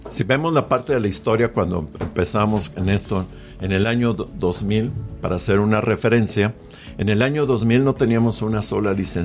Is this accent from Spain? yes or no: no; Mexico; El 98% somos, ay, canijo, mexicanos.